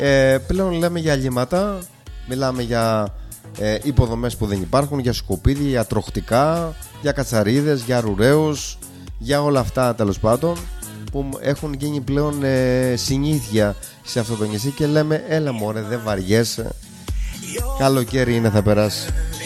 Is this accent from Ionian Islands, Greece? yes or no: yes; Zakynthos, Ionian Islands, Greece; εμείς οι Ζακυνθινοί πολίτες, να το γενικεύσω λίγο, εμείς που ζούμε σε αυτό το νησί